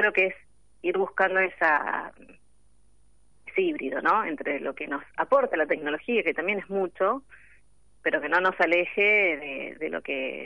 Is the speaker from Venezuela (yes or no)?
no; Argentina; los problemas más macro que tenemos como Argentina